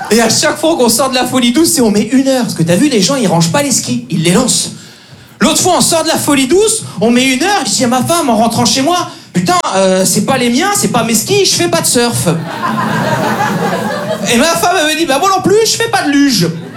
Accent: Belgium; Moi, je suis née, j'ai grandi en Belgique. Mes parents sont nés, ils ont grandi au Cameroun.

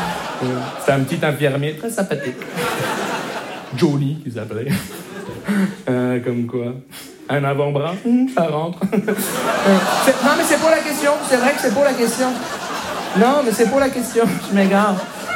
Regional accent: Montreal, Quebec, Canada; Bonjour, je me présente … je viens de Montréal.

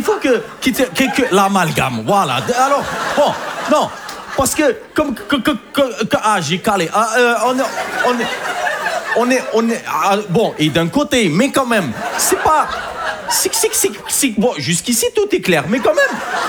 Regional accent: Algeria; Je suis algérien.

